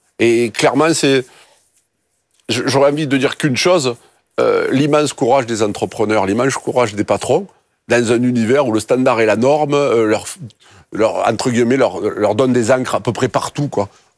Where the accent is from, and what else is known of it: Marseille, Provence-Alpes-Côte d'Azur, France